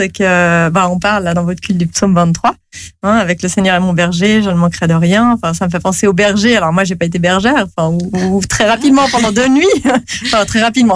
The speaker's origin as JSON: {"language": "French", "region": "Geneva", "country": "Switzerland", "said": "je viens de Genève, donc on a laissé à Genève tout ce qui était à Genève"}